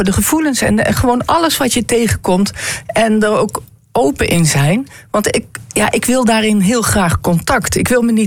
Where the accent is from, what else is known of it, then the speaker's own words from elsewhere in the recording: Zeeland, Netherlands; born there; also born or lived in Limburg; Ja, ik ben geboren in Zeeland.